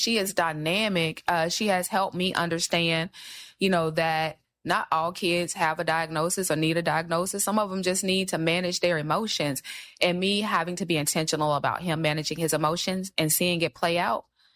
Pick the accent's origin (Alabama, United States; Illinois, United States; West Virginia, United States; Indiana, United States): Alabama, United States; born there; I was born in Alabama.